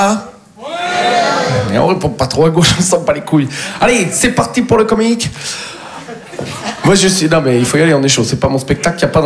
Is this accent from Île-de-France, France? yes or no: no; Nouvelle-Aquitaine, France; Moi je viens du Poitou-Charentes. Tout le monde s'en bat les couilles de nous, quoi.